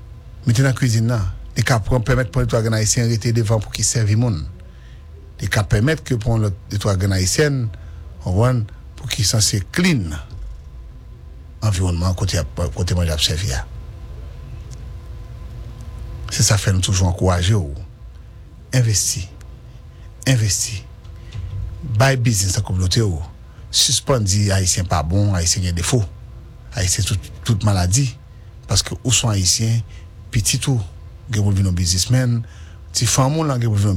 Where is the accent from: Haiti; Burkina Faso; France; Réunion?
Haiti; Même si je suis haïtien, mon frère.